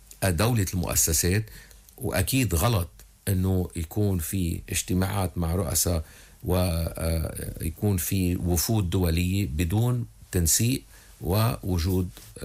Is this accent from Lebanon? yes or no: yes; Lebanon; نحن كلبنانيين حتى الكلمات اللي بنستعملها مضللة، منقول الدولة اللبنانية